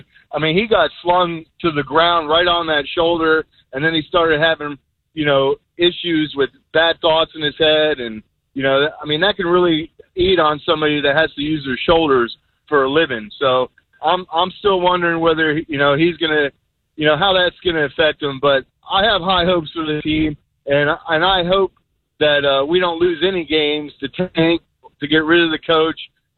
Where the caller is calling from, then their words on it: Pinellas, Florida, United States; I'm calling from Pinellas Park.